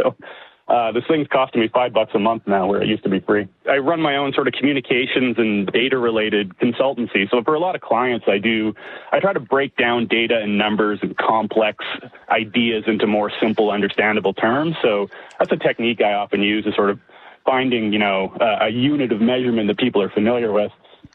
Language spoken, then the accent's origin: English; Winnipeg, Manitoba, Canada; now in Calgary, Canada; I was born and raised in Winnipeg. I live in Calgary now, but I've followed the Jets ever since